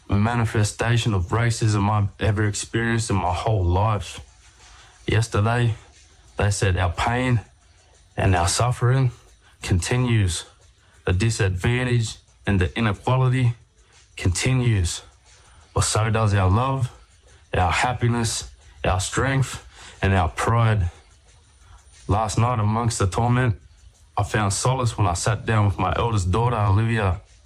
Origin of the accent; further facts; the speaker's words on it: Nowra, New South Wales, Australia; I'm a proud Yuin man, born and raised in Nowra